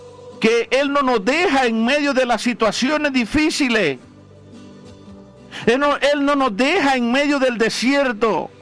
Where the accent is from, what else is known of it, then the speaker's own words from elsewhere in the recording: El Salvador; yo soy del Salvador, me crecí en una pobreza, en un cerro, donde no había luz eléctrica, donde no había agua potable.